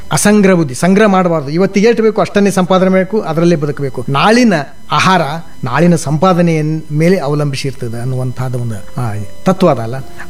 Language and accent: Kannada; Sindagi, Karnataka, India; first language Kannada; ನಮ್ಮ ಬಿಜಾಪುರ ಜಿಲ್ಲೆ ಸಿಂದಗಿ